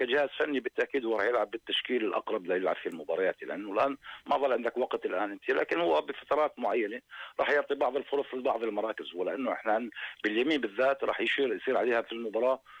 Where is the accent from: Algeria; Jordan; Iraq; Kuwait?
Jordan; احنا كلنا جميعا يعني كاردنيين